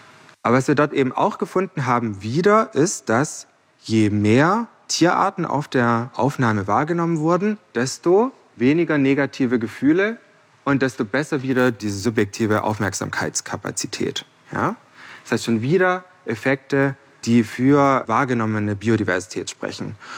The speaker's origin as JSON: {"language": "German", "region": "Baden-Württemberg", "country": "Germany", "tie": "born or raised there", "said": "Also wenn ich an meine Kindheit denke, ich bin auf der Schwäbischen Alb groß geworden."}